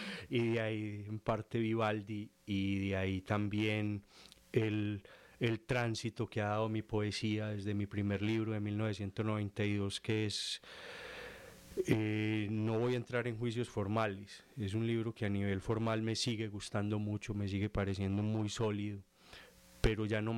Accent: Medellín, Antioquia, Colombia; also born or lived in Puerto Berrío; Lo que pasa es que yo no conozco mi pueblo natal. Desde los 6 meses de nacido vivo en Medellín y nunca regresé.

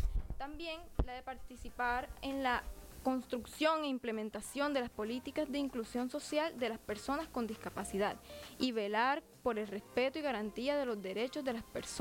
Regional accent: Colombia; nosotros como colombianos

